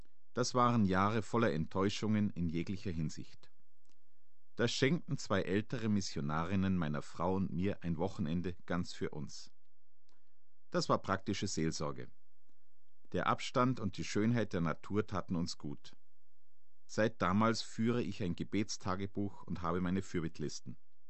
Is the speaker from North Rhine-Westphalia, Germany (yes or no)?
no; Icking, Bavaria, Germany; Von meinem Heimatort Iking hat man einen weiten Blick über das Isartal bis zu den Alpen.